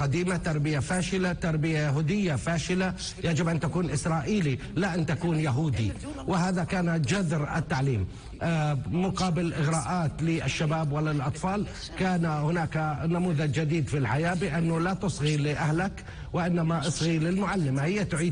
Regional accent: Yemen; now in Israel; وقلنا نحن لم نأتي من اليمن من أجل هذا، نحن قلت لنا التوراة

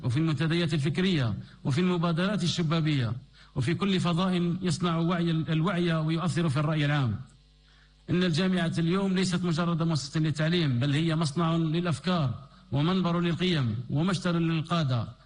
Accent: Algeria; ونحن من الجزائر نؤمن بأن المستقبل سيكون دائما إلى جانب أصحاب الحق،

